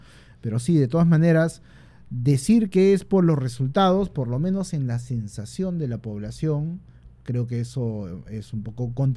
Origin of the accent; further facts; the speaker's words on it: Peru; Hay una variedad cultural que mantenemos hasta ahora y es parte del orgullo que tenemos como peruanos.